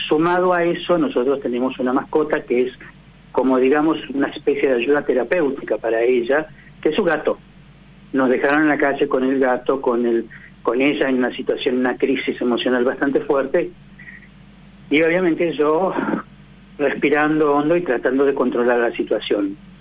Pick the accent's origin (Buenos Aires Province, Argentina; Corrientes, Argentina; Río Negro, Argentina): Río Negro, Argentina; General Roca; yo llevé adelante un proyecto de ordenanza en la ciudad de General Roca, de donde soy oriundo